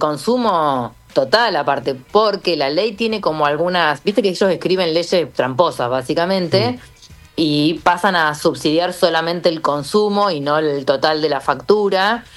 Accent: Necochea, Buenos Aires Province, Argentina; yo soy de Necochea

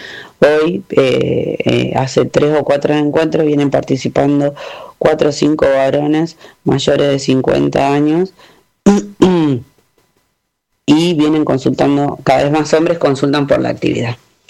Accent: Florencio Varela, Buenos Aires Province, Argentina; tengo 43 años de edad, soy de Florencio Varela y entrenadora de Newcom.

